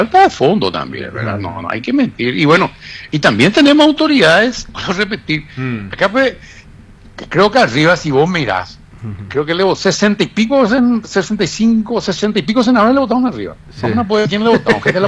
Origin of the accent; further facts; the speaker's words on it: Paraguay; como ciudadano paraguayo? Como abuelo y como padre.